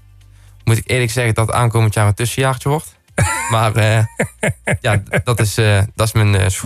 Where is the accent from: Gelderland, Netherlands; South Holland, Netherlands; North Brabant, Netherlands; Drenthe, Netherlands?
North Brabant, Netherlands; Oss; Ik ben 20 jaar oud. Ik kom uit Os